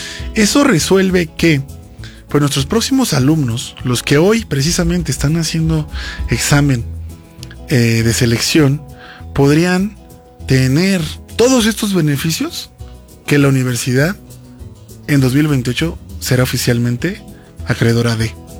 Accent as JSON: {"language": "Spanish", "country": "Mexico"}